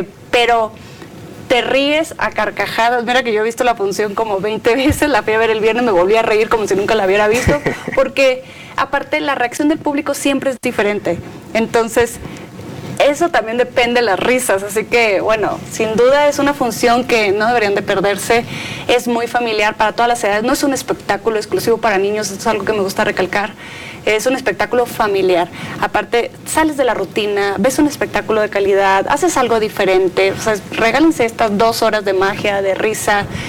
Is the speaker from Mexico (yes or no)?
yes; Monterrey, Nuevo León, Mexico; Mexa, de Monterrey.